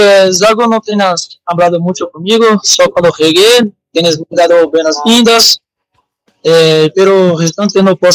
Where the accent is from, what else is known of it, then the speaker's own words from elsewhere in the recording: Brazil; Spanish is a second language; moved away as an adult; now in La Paz, Bolivia; Tengo 20 años, vengo de Brasil